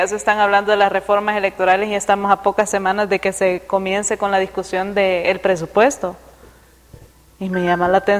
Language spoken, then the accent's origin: Spanish; Honduras